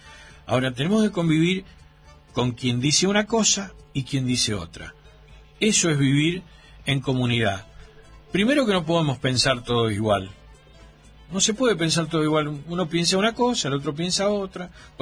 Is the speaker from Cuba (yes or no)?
no; Argentina; los argentinos tenemos que acostumbrarnos a convivir con el resto.